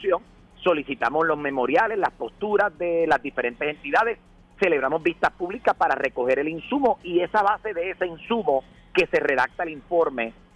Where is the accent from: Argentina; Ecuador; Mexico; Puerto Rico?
Puerto Rico; nuestra isla